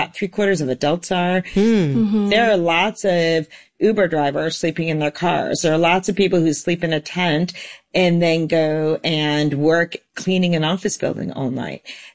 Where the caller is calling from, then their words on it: California, United States; I'm calling in from the Bay Area, and here, like in most of California and the West Coast